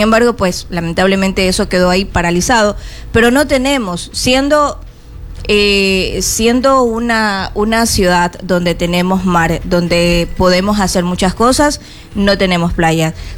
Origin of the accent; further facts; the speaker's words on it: Coast, Ecuador; Teníamos como costeños que somos, ¿no?